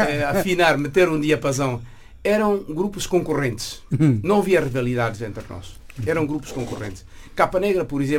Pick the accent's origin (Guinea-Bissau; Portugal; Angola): Guinea-Bissau; Tite, Quinara; born there; also born or lived in Bissau; Eu nasci em Tite. Aliás, nasci num dos bairros de Tite, Yussi.